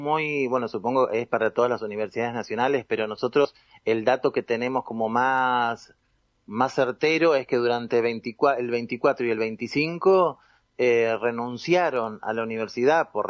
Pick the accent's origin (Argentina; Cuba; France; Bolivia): Argentina; Allen, Río Negro